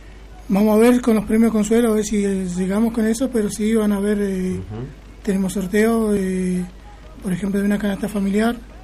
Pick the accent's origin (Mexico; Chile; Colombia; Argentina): Argentina; Junín de los Andes, Neuquén; somos tres bailarines de acá de Junín.